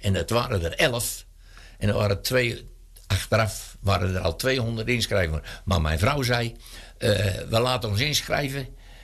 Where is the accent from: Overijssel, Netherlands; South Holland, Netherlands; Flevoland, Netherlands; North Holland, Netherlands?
South Holland, Netherlands; Ridderkerk; Ik ben natuurlijk grootgebracht in de Nassaustraat op nummer 67.